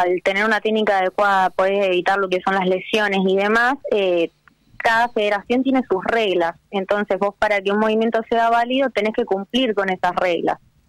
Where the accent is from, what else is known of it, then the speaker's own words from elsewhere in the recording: Allen, Río Negro, Argentina; estoy de Allen, tengo 22 años